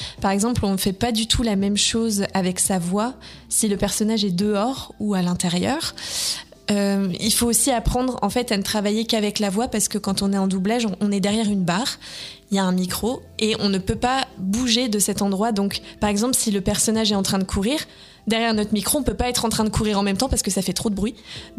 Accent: Troyes, Grand Est, France; j'ai 28 ans, je suis comédienne au théâtre, au cinéma et en doublage. Je suis originaire de Troyes, j'ai toujours vécu ici

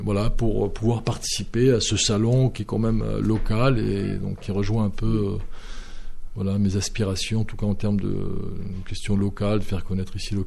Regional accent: France; born there; Moi, je ne viens pas d'Algérie, je suis né en France, mais j'ai repris contact avec ma famille là-bas.

